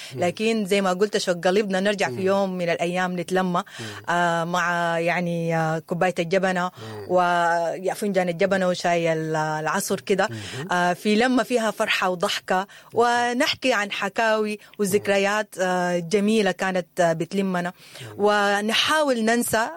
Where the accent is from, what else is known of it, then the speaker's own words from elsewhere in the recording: Sudan; لبلدنا الغالية السودان،